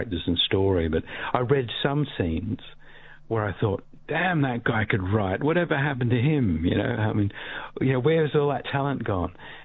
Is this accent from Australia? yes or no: yes; Australia; why are you, as an Australian writer, have you never set a book in Australia?